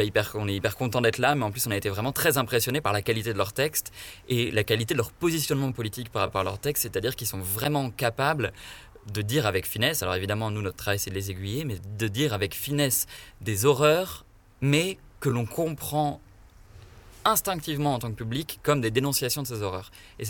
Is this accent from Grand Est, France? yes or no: no; Nouvelle-Aquitaine, France; Moi, je viens de Charente-Maritime, une ville un peu plus grande qu'Aubenas, mais enfin c'est comparable.